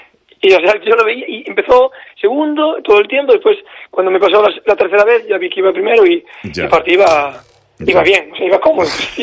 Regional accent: Ames, Galicia, Spain; aunque yo ahora estoy en Opino, pero me crié siempre en Ames

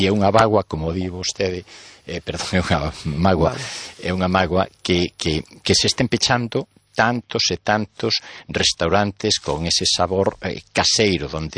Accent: Galicia, Spain; sendo os galegos moi amantes da boa mesa, do mantel e do bo viño, a percepción que teño é que a veces somos perezosos para desplazarnos

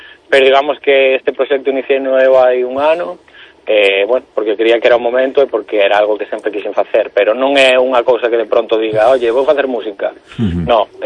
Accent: Galicia, Spain; e iso, bueno, que creo que como galegos temos que estar orgullosos, non?

